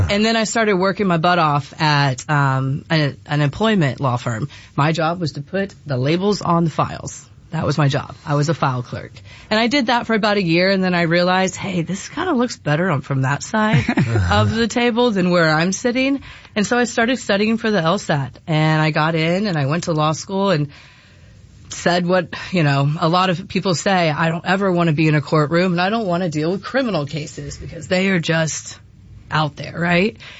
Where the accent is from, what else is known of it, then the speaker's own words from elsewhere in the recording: Georgia, United States; also born or lived in Colorado Springs, United States; So raised in Cobb County, not born in Cobb County.